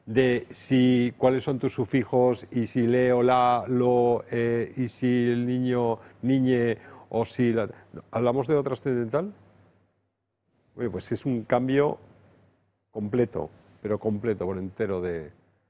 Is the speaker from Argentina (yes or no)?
no; Spain; Nosotros somos españoles por herencia.